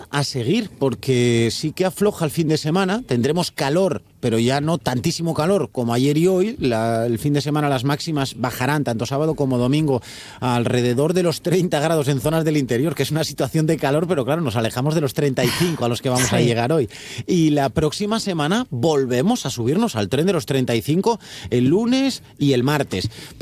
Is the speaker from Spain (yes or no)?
yes; Asturias, Spain; Claro, somos protestones, los asturianos somos repunantucos, entonces protestamos siempre por todo